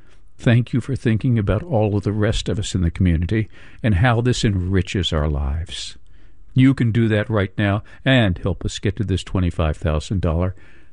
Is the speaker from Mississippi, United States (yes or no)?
no; Shenandoah Valley, Virginia, United States; I grew up poor in the Shenandoah Valley, Virginia. Gorgeous location. Ideal. Paradise. But we were very poor.